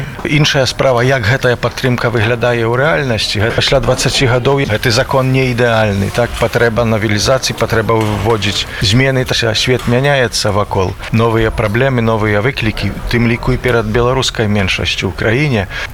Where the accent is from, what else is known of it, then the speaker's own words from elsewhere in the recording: Kruszyniany, Podlaskie Voivodeship, Poland; Ja jestem z Kruszynian, w Kruszynianach się urodziłem i tam sami rozmawialiśmy czasem takim naszym prostym językiem, jak tak mówił.